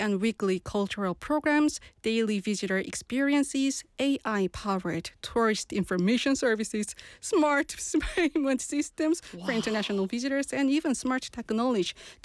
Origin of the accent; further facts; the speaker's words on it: Busan, South Korea; I'm from Busan. I live in Yeongdo, so it's quite far from my home.